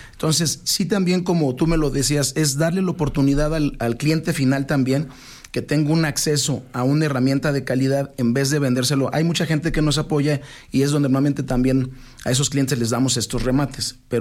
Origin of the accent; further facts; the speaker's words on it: Aguascalientes, Mexico; nosotros somos de aquí de Aguascalientes.